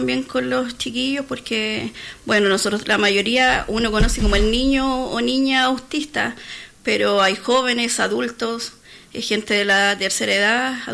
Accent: Curicó, Maule, Chile; moved away as an adult; now in Teno, Chile; Yo vengo de Curicó, hace 15 años que vivo acá en Teno. Me trajo el amor, me vine enamorada por acá

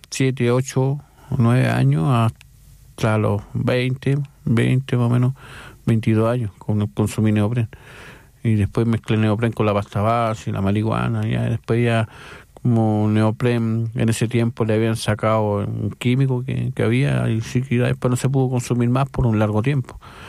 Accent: Antofagasta, Chile; now in Calama, Chile; Pues yo soy de Antofagasta

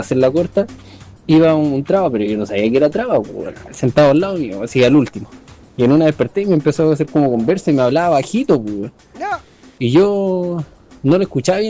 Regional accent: Curicó, Maule, Chile; Y le dije, no, de Curicó.

